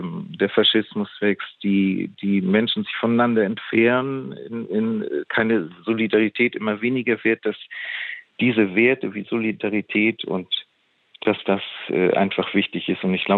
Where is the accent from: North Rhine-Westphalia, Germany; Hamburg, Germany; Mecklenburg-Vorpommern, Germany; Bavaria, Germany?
Hamburg, Germany; now in Lisbon, Portugal; Ja, ich komm aus Hamburg, aus einer Familie, wo die Wände alles eigentlich Bücherwände waren